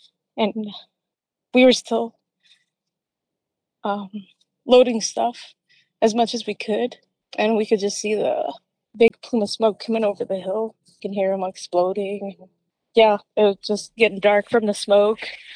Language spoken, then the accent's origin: English; Penticton, British Columbia, Canada; We're both from large families. I'm originally from Penticton, and my home community is Penticton Indian Band, and my partner's home community is Okanagan Indian Band.